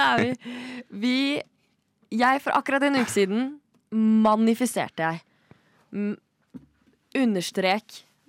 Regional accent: Kongsberg, Buskerud, Norway; moved away; Jeg er i min hjemby K-Town, a.k.a. Kongsberg

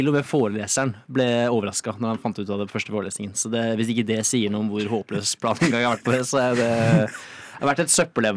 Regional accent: Heggedal, Akershus, Norway; born or raised there; moved away

